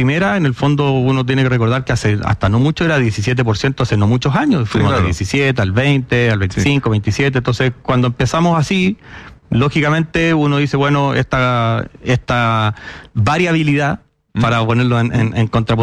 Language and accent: Spanish; Chile